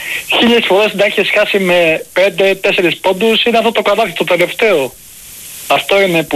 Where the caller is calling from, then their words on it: Central Greece, Greece; από Εύβοια, από Αμάρες